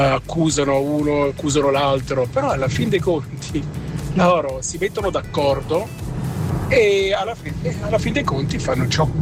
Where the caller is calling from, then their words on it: Switzerland; io vengo dalla Svizzera